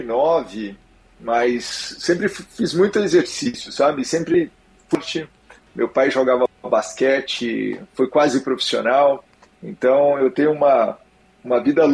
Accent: Goiânia, Goiás, Brazil; moved away as an adult; now in São Paulo, Brazil; eu vim fazer residência em São Paulo, eu sou de Goiânia, e meu pai era daqui de São Paulo, foi para Goiânia e eu fiz o inverso.

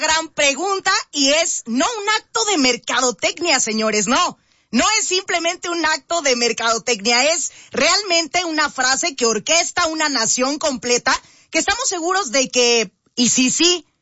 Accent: Mexico; como empresaria mexicana de 34 años de edad

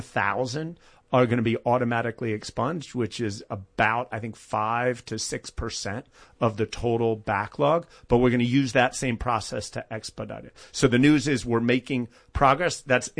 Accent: Delaware, United States; I hope as a Delawarean

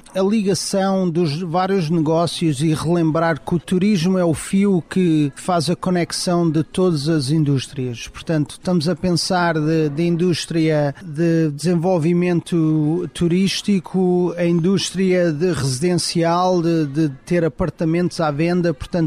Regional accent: Portugal; moved away as an adult; now in West Palm Beach, United States; eu cresci também em Portugal

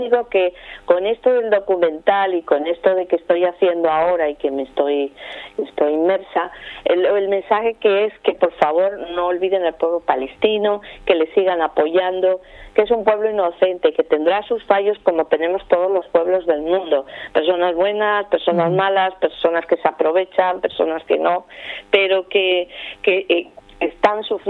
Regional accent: Spain; porque soy española, y yo defiendo el dinero que dan de mi país porque sé que es de mi pueblo.

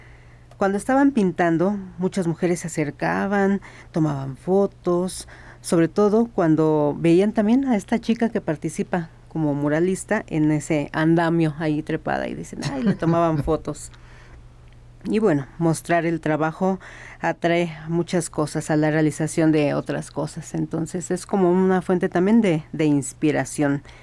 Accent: Mexico; esa riqueza que tenemos como mexicanos

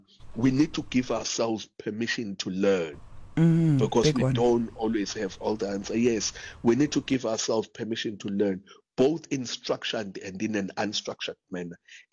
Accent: Durban, KwaZulu-Natal, South Africa; we grew up in segregated beaches. We grew up where I'm born and raised in Durban.

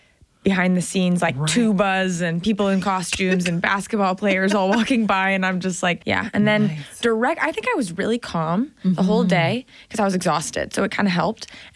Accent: Canada; I'm really lucky because I'm Canadian.

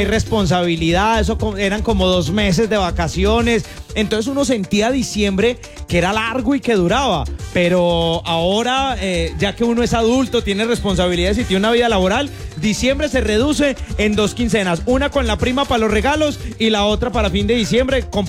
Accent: Andes, Antioquia, Colombia; en el municipio de Andes, en mi tierra

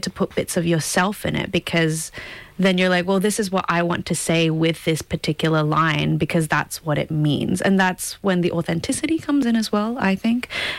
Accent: Australia; also born or lived in Chicago; now in Vienna, Austria; I am very Australian.

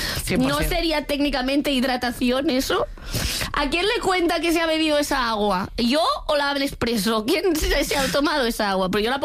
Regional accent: Catalonia, Spain; Yo bebo agua porque soy catalana, ¿vale?

